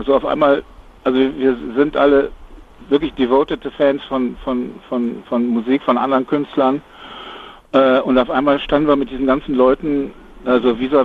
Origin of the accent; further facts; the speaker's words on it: North Rhine-Westphalia, Germany; wir kommen eigentlich alle drei aus Ostwestfalen